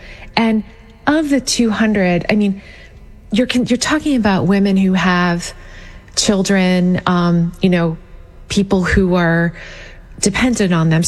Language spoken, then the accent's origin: English; Pennsylvania, United States; I was talking with your producer who's from West Virginia and I'm from Pennsylvania.